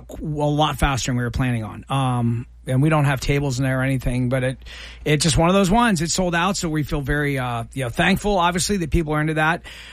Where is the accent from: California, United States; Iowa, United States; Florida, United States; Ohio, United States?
Ohio, United States; Columbus; you know, we grew up in Columbus. You know, we would go see … at ComFest, and we just couldn't believe.